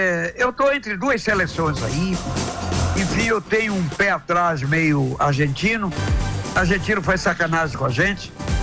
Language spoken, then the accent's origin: Portuguese; Amapá, Brazil; eu como amapaense, como entusiasta pela minha terra